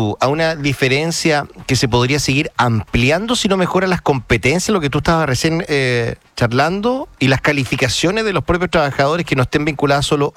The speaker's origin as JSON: {"language": "Spanish", "town": "San Rosendo", "region": "Biobío", "country": "Chile", "lives_now": "Santiago, Chile", "said": "yo vengo de San Rosendo a vivir a la capital."}